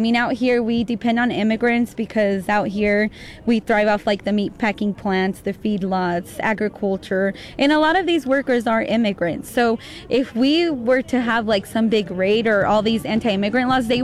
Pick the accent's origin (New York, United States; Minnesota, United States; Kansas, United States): Kansas, United States; Liberal; born or raised there; also born or lived in Juárez, Mexico